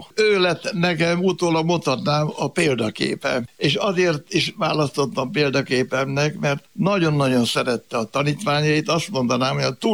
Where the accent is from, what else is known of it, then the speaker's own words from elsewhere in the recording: Demecser, Szabolcs-Szatmár-Bereg, Hungary; born there; also born or lived in Nyíregyháza; Visszamentünk Demecserbe, ott születtem